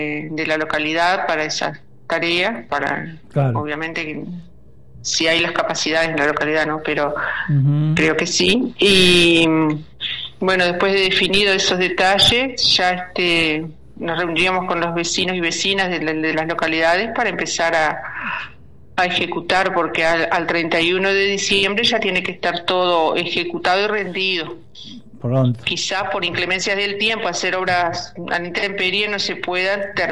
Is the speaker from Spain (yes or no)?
no; Uruguay; somos así los uruguayos, somos un poco apáticos